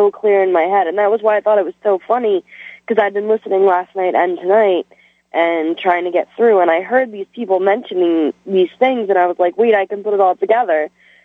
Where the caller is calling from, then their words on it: New Jersey, United States; I'm in New Jersey.